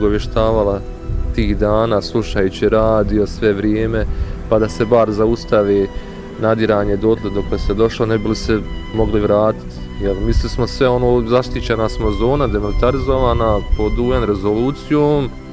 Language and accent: Bosnian; Stupine, Republika Srpska, Bosnia & Herzegovina; Kad je padala Srebrenica, mi smo sa Stupina iz tog sela mogli da vidimo nadiranje na položaje južno Srebrenice